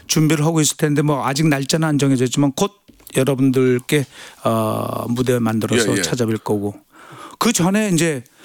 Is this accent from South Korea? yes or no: yes; South Korea; moved away as an adult; also born or lived in Kyrgyzstan; 여기 이렇게 앉아 있는 게 제 고향이니까요.